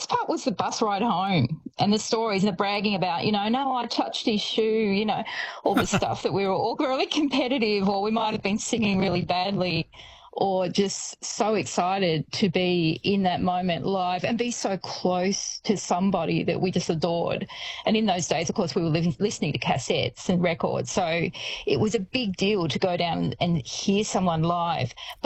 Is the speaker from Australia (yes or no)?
yes; Shepparton, Victoria, Australia; I mean, I grew up in Shepparton and I remember doing … when they were so big.